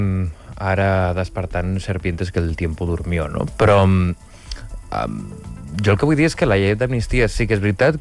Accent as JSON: {"language": "Catalan", "region": "Catalonia", "country": "Spain", "said": "com a català"}